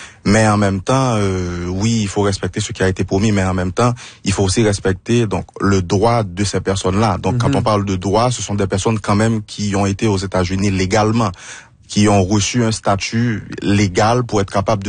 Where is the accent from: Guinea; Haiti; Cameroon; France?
Haiti; now in Canada; Écoutez, on est haïtien, on a une association haïtienne à Québec